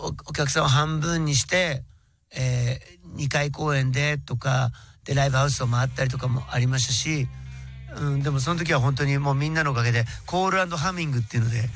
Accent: Kimitsu, Chiba, Japan; moved away; also born or lived in Kisarazu / Sodegaura / Futtsu; 僕の地元はこの上総4市だというふうに思ってます、はいはい、もうその世代世代でどこをメインにしたかってこの4所ずっとぐるぐる回ってたんですよ。はい、だからなんか、まあ、実家のある場所は君津ですね

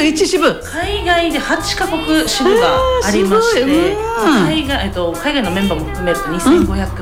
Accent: Ishigaki, Okinawa, Japan; 島出身です。

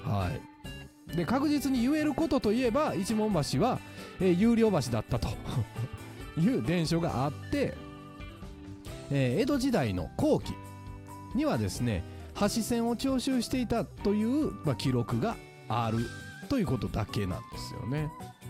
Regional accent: Nagaokakyō, Kyoto, Japan; born or raised there

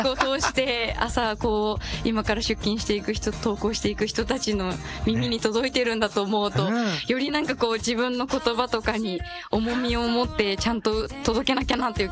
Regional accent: Izu, Shizuoka, Japan; moved away as an adult; now in Tokyo, Japan; やっぱ伊豆なので結構東京って遊びに来やすい場所で

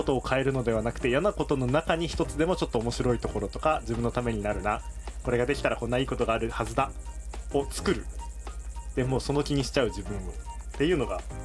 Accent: Omagari, Akita, Japan; その中でですね、僕らはこう大曲の出身なので、まあ、三井できる前どうだったかなとか

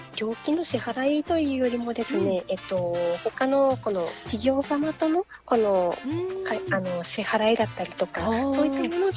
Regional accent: Amami, Kagoshima, Japan; 生まれも育ちも中勝というか上郷ですね。

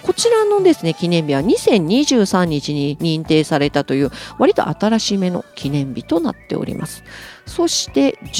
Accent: Okinawa, Japan; moved away; 生まれ育った沖縄

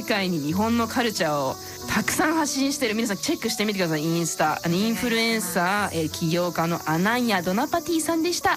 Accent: Canada; moved away; カナダ育ちの私

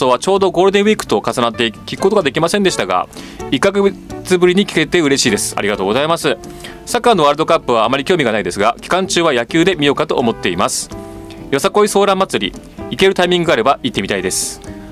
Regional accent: Miyagi, Japan; 夫のいてるくんと一緒にふるさとの宮城県に6日間帰っているところです

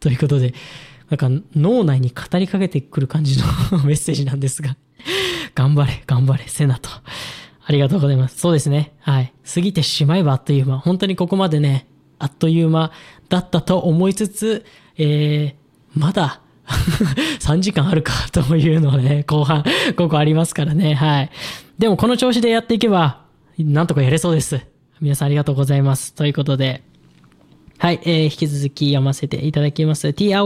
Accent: Ibaraki, Japan; 僕もね、茨城県出身なので

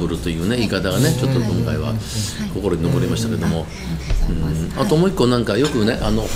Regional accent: Osaka, Japan; 大阪人としてはなんかわかるんですが

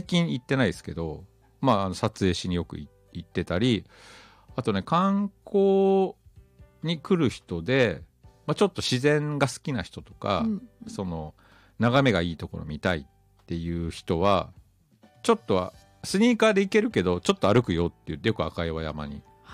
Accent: Otaru, Hokkaido, Japan; この山の懐に子供の頃住んでたんで、富岡町に

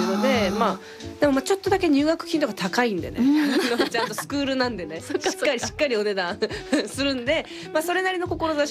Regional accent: Kansai, Japan; で私関西出身なんですけど、はいはい、関西の方だと、うん、ブリの若い時代

